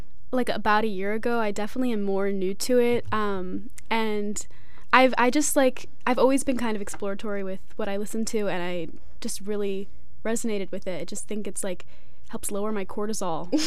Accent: New Jersey, United States; I'm from South Jersey, like LBI area. I grew up by the beach.

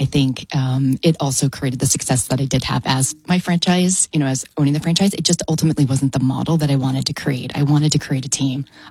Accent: New Hampshire, United States; moved away as an adult; now in Boise, United States; And what's interesting is I came from New Hampshire at the time. So we moved here in 2013 to Boise

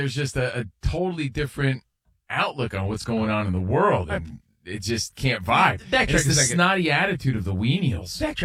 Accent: New Jersey, United States; Dude, I had so many friends growing up in Jersey where you didn't walk through the front.

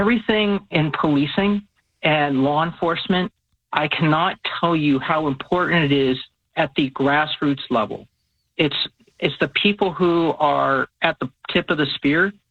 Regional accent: Japan; I grew up in Japan in the 80s. That was the best place in the world to grow up as a kid.

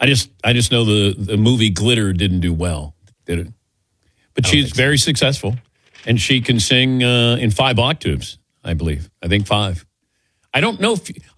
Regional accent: Ohio, United States; I did growing up, but I grew up when Jim Brown was the running back.

